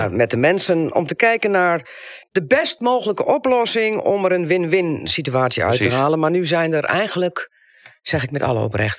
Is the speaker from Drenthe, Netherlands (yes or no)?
yes; Drenthe, Netherlands; ik ben ook een echte Drent.